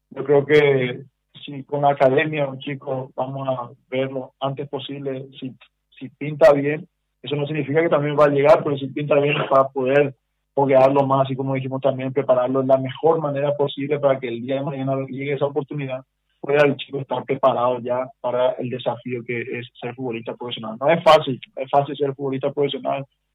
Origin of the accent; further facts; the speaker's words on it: San Joaquín, Caaguazú, Paraguay; born there; moved away; yo vengo de San Joaquín, un pueblito que ni Utah Fatah teníamos cuando eso